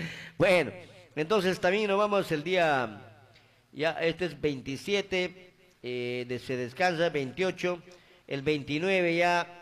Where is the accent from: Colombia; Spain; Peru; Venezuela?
Peru; Aguaytía, Ucayali